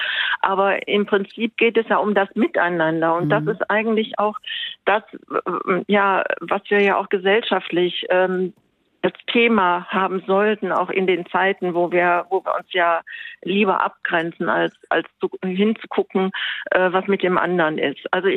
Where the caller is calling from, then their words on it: Mönchengladbach, North Rhine-Westphalia, Germany; Ich komme aus Mönchengladbach